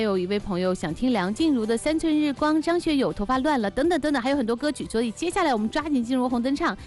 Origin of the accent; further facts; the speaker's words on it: Huainan, Anhui, China; 在淮南，也就是我的老家啊